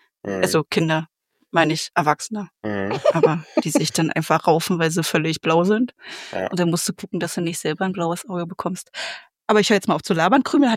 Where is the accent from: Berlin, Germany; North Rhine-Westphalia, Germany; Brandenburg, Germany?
Brandenburg, Germany; Potsdam; ich komme aus Potsdam und ich weiß nicht, Werder ist da um der Ecke.